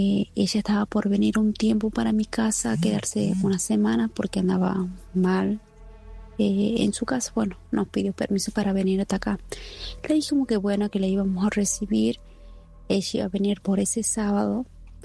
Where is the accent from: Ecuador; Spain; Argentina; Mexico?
Argentina; Famaillá, Tucumán; Yo venía de estudiar, yo soy de Famaillá. Bueno, yo venía de estudiar de San Miguel del Tucumán, de la capital.